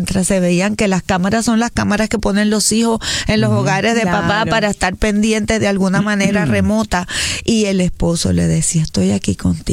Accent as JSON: {"language": "Spanish", "country": "Venezuela", "moved": "yes", "lives_now": "Puerto Rico", "said": "soy venezolano, pero tengo más de la mitad de mi vida aquí en Puerto Rico"}